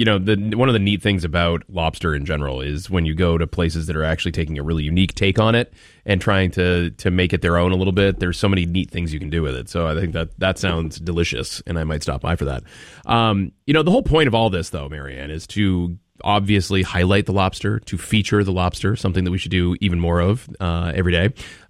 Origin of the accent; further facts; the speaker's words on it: Maine, United States; when people heard that I was from Maine